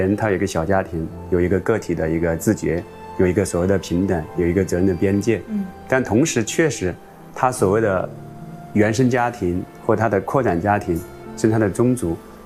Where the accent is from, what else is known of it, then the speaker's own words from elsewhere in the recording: China; 我觉得我们中国人又有中华传统美德